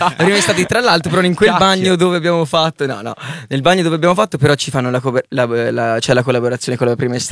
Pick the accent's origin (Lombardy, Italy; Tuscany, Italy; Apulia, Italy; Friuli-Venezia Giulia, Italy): Tuscany, Italy; noi veniamo da... Allora, Versilia, Viareggio, i ragazzi sono di Viareggio, sono di Camaiore, comunque sì, tutte zone limitrofe.